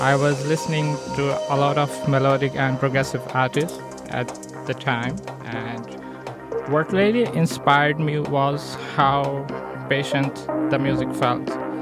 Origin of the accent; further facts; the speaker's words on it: Pakistan; now in Berlin, Germany; Growing up in Pakistan, music was always around me in a different forms.